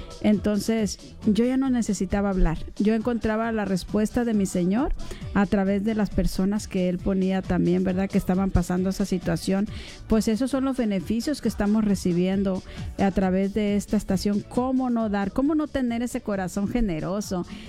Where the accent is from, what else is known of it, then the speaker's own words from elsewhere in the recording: Mexico; Como a mí me gusta, soy mexicana, me gusta ir a México